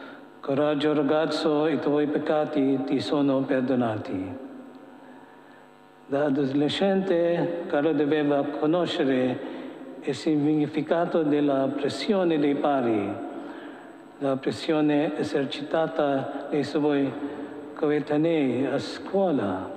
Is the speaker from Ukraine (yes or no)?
no; Philippines; Vengo dalle Filippine.